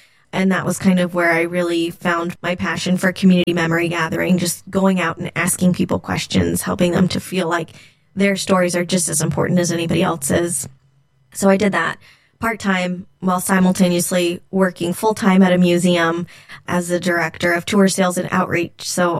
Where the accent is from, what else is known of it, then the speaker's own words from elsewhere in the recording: Modesto, California, United States; also born or lived in Irvine, California; Yeah, so I grew up here in Modesto